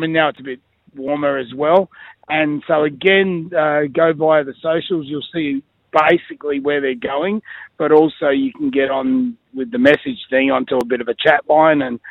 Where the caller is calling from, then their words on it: Australia